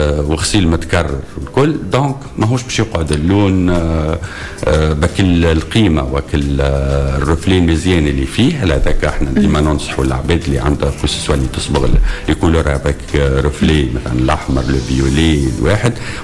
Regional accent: Tunisia; عندنا في تونس

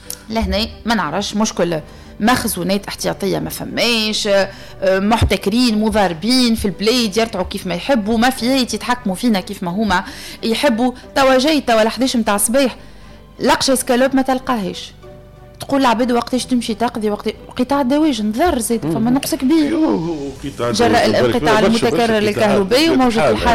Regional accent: Tunisia; انت كتونسي

